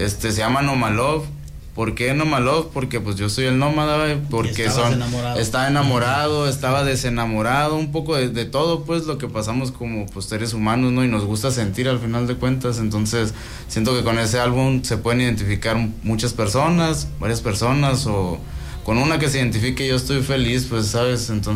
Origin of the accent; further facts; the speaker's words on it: San Luis Río Colorado, Sonora, Mexico; moved away as an adult; also born or lived in Sinaloa; now in Bahía, Mexico; Yo vengo del estado de Sonora, de San Luis Río Colorado, Sonora. Originalmente nací en Sinaloa, en Esculapa, Sinaloa, pero yo me siento de Sonora porque pues allá crecí, allá fue mi educación básicamente, ¿no? Entonces, pues vengo de allá, me vine a vivir aquí a Bahía hace 4 años ya, cuando tenía 19 años, y ahorita tengo 23